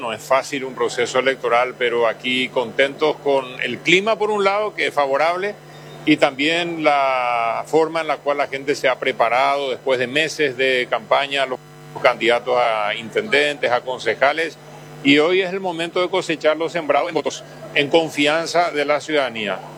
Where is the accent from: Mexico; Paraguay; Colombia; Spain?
Paraguay; Lambaré, Central; Yo soy ciudadano de Lambaré